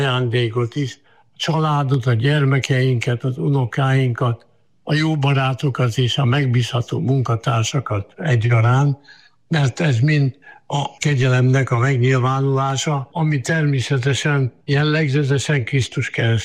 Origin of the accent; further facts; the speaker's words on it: Lébény, Győr-Moson-Sopron, Hungary; born there; én lébényi születésű vagyok Győr megyében.